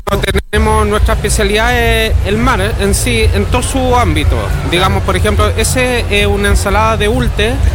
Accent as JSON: {"language": "Spanish", "town": "Quintay", "region": "Valparaíso", "country": "Chile", "tie": "born or raised there", "said": "Yo soy oriundo de Quintay, soy local de allá."}